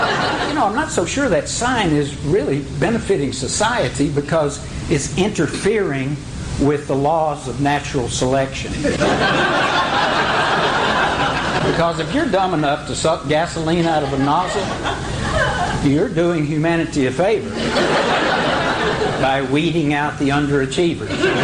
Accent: Mississippi, United States; also born or lived in Los Angeles; now in Louisville, United States; Having been born and raised in Mississippi and currently living in the quaint river town of Louisville, Kentucky.

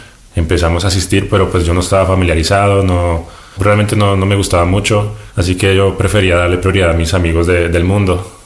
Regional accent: Colombia; soy de Colombia y actualmente tengo 23 años de edad. Nací en una familia cristiana

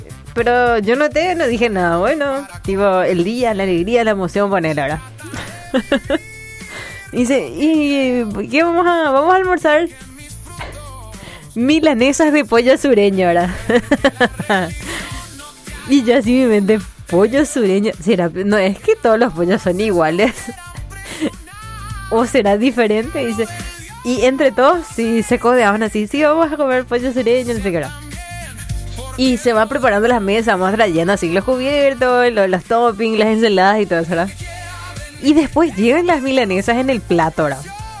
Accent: Paraguay; el paraguayo habla yopará. Difícilmente alguien habla guaraní puro, a menos que seas profe guaraní. Nosotros sabemos yocor.

